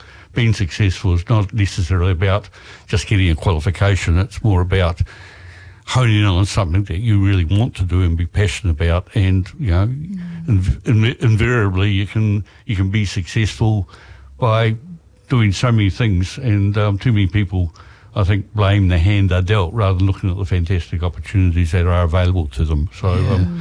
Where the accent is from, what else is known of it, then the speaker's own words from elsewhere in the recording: Taranaki, New Zealand; Yeah, I was born in Hara and 50s. Yep, that's correct.